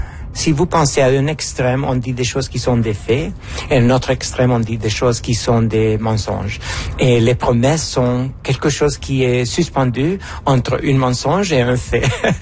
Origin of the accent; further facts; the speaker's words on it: Honduras; born there; French is a second language; moved away; j'ai vécu par plusieurs ans mon enfance à l'Honduras. C'est un petit pays en Amérique centrale.